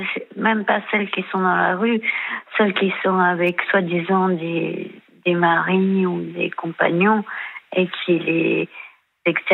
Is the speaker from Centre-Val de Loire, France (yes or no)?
yes; Centre-Val de Loire, France; born there; also born or lived in Paris; j'aimerais bien habiter à Paris, parce que j'ai déjà habité Paris, mais j'habite dans le Cher, là où je suis née.